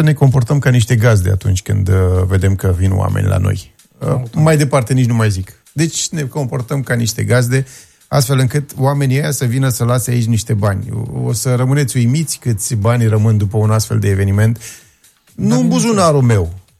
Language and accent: Romanian; Călărași, Călărași County, Romania; Noi însă, locuitorii Călărașului